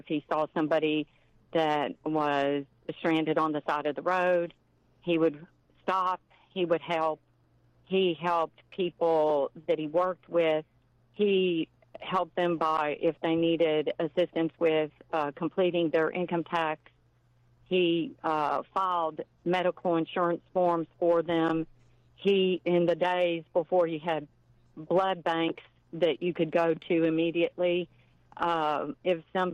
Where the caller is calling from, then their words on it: Sealy, Texas, United States; I'm actually from Sealy, Texas, which is about 20 miles east of Columbus. It's also on Interstate 10